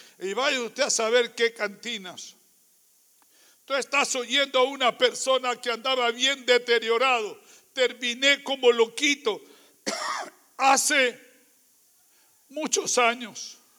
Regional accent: Lima, Peru; las calles de Lima, Perú, de donde vengo.

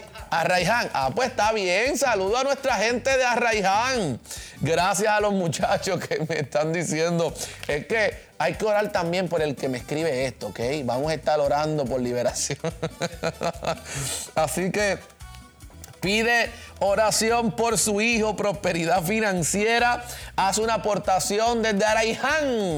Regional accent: Fajardo, Puerto Rico; yo vengo de Fajardo, Puerto Rico, no conozco todos los pueblos

